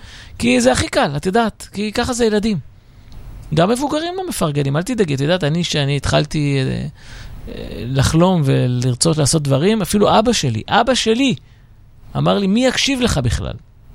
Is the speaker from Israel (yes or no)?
yes; Herzliya, Tel Aviv District, Israel; אני מהרצליה.